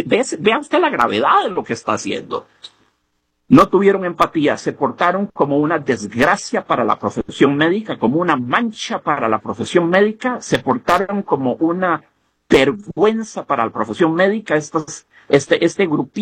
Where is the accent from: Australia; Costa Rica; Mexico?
Costa Rica